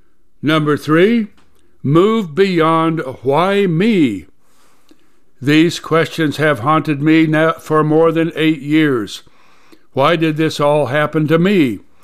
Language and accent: English; United States; they didn't happen to me because of who I am as an individual, but rather because I grew up in America.